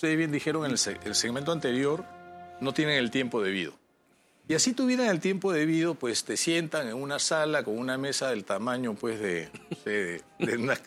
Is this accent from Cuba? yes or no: no; Peru; Y somos peruanos, ¿no?